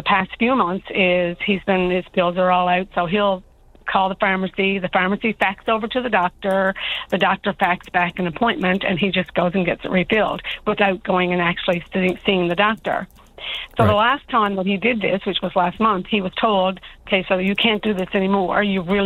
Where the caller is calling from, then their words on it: Fortune, Newfoundland and Labrador, Canada; I'm calling from the Grand Peninsula, from Fortune, actually.